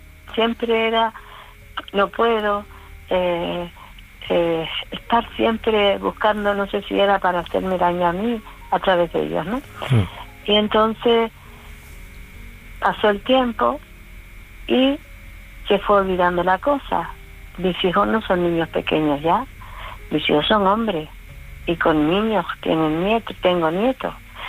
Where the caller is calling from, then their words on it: Canary Islands, Spain; yo soy canaria, de la isla de enfrente.